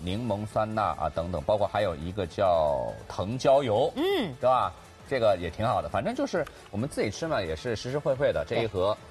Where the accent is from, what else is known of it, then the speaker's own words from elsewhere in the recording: Shanghai, China; 咱们上海人